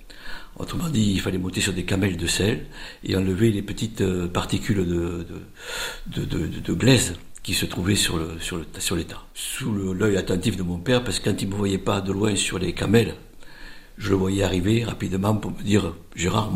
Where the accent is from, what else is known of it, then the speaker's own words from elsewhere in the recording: Villeneuve-lès-Maguelone, Occitanie, France; also born or lived in Aigues-Mortes; Mais je suis né à Aigues Mortes, je suis né à Villeneuve-les-Maguelone, et j'ai fait mes premiers pas sur les salins de Villeneuve, à l'ombre de mon père et de mon arrière-grand-père.